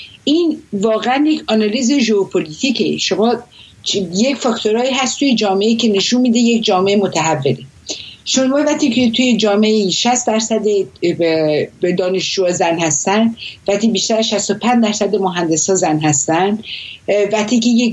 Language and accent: Persian; Iran; now in Paris, France; توی اون مملکت بزرگ شدم